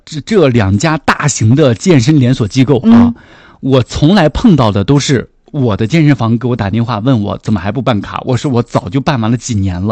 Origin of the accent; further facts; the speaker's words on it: Shandong, China; 就跟我们山东人管谁都叫老师是一样的。